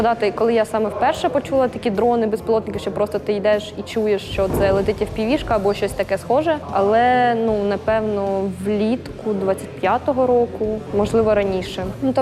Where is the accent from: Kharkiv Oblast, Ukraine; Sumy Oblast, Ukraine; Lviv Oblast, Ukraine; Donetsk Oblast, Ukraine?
Kharkiv Oblast, Ukraine; Velykyi Burluk; Я з Великого Бурлука, це Куп'янський район.